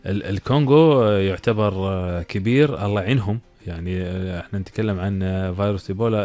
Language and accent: Arabic; Kuwait; احنا عندنا بالكويت